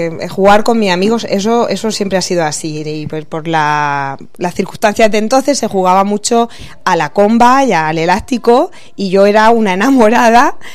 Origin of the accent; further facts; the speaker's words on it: Caravaca de la Cruz, Region of Murcia, Spain; also born or lived in Topares; Y yo, aunque nací en Murcia, viví hasta los cuatro años en Topares. Y con esa edad nos trasladamos ya a Caravaca y desde entonces estoy aquí. Entonces, parte de mis raíces, por supuesto, está en Topares